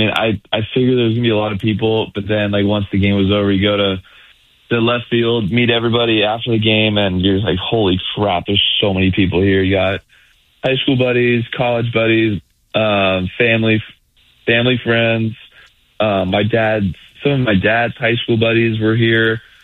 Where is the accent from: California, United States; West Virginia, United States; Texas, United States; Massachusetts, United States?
California, United States; I'm still happy to be in my home state